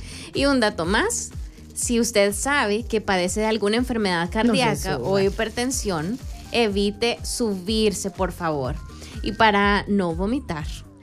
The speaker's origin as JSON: {"language": "Spanish", "country": "El Salvador", "said": "tenemos que dar una buena presentación como salvadoreños."}